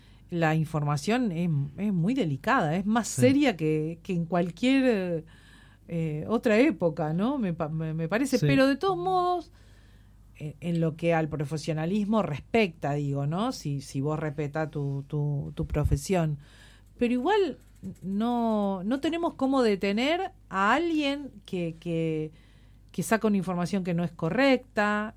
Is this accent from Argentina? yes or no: yes; Argentina